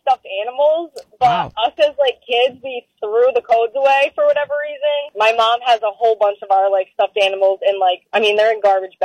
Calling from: North Smithfield, Rhode Island, United States; I live in North Smithfield, but I am in Johnston heading to work in Wakefield.

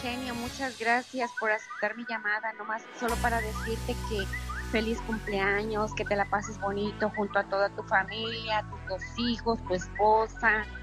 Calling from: New York, United States; Soy de Nueva York

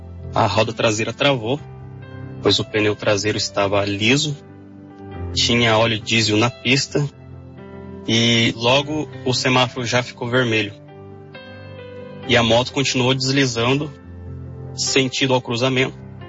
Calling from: Pinhais, Paraná, Brazil; sou do município de Pinhais, Jardim Veisópolis, onde eu congrego. Na Igreja Pentecostal Deus é Amor.

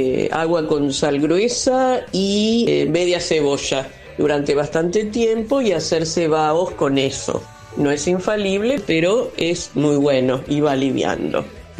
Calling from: Buenos Aires, Argentina; de Capital.

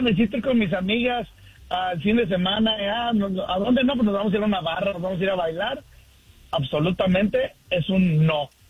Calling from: Sacramento, California, United States; aquí de Sacramento … buenos días a todos. Y arriba Michoacán.

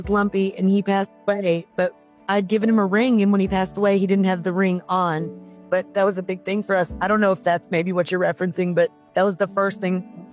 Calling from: Texas, United States; I'm calling from the Central Texas area. It's about 45 minutes outside of Austin.

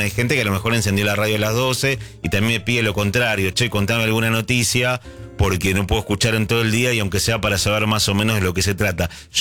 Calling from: Villa María, Córdoba, Argentina; de Villa María, Córdoba.

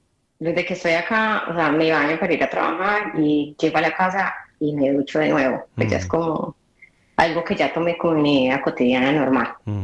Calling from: Antwerp, Flanders, Belgium; Les hablo desde Amberes

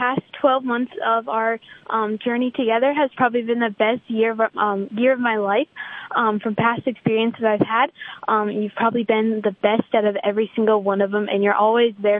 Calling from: Fargo, North Dakota, United States; I'm calling from Fargo, North Dakota

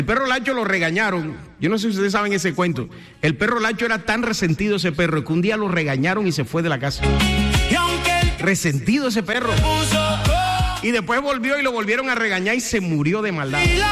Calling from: Santa Marta, Magdalena, Colombia; Soy de Santa Marta y vivo en Palmira Valle.

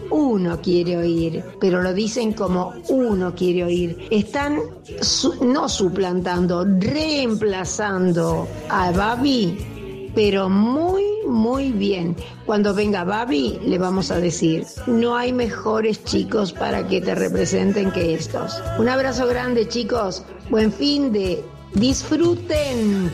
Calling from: San Martín, Buenos Aires Province, Argentina; soy de San Martín.

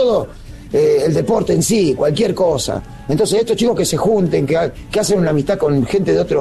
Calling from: Carcarañá, Santa Fe, Argentina; yo soy de Carcaranía, ni siquiera soy de Rosario

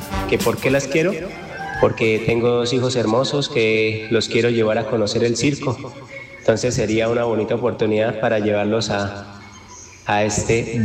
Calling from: Colombia; Le saluda … desde el barrio Limoncito.

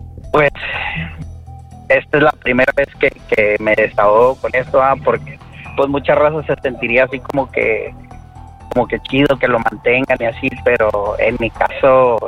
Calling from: Reynosa, Tamaulipas, Mexico; De Reynosa.

